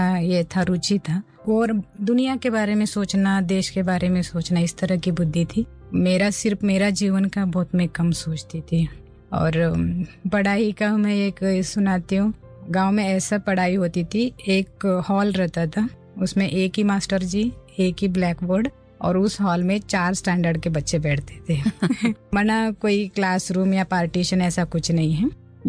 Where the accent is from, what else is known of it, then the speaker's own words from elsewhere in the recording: Haliyal, Karnataka, India; now in Mount Abu, India; मैं ऐसे कर्नाटक से कारवार डिस्ट्रिक्ट में हलियाल करके आता है, वो भरे तालुका प्लेस है, लेकिन वहाँ का सारा वातावरण यानी 30-40 साल पहले एक गांव का ही था, तो गांव के वातावरण में ही हम पले बड़े हैं।